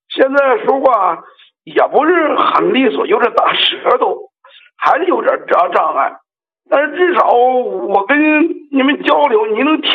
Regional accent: Qinhuangdao, Hebei, China; 哎呀，王老师，我是河北省秦皇岛的。

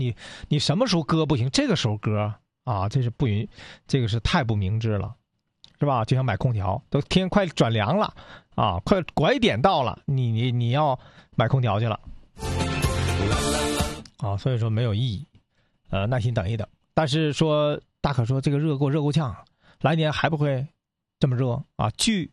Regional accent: Northeast China, China; 咱们东北这边这旮瘩的朋友们啊

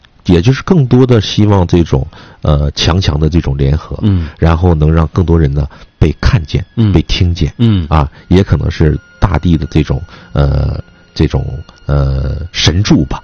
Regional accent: Jilin, China; born or raised there; moved away

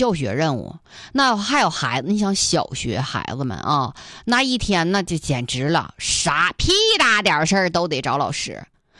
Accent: Dunhua, Jilin, China; 是我老家原来搁那个江东啊，俺家敦化的，搁敦化那个江东

